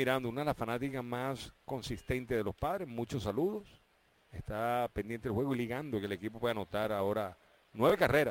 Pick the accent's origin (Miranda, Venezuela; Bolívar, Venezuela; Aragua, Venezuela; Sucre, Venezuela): Bolívar, Venezuela; Ciudad Guayana; moved away; de Puerto Ordaz, San Félix, de donde yo vengo